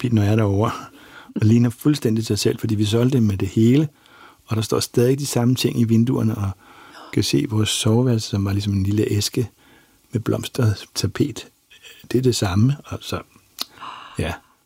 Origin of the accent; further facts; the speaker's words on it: Bornholm, Capital Region of Denmark, Denmark; jeg var jo bornholmer